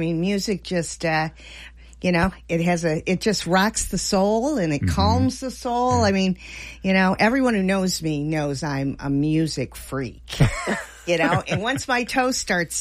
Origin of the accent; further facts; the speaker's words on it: Toledo, Ohio, United States; moved away; Well, I lived in Point Place, but Grandma and Grandpa, we started talking about our Polish heritage.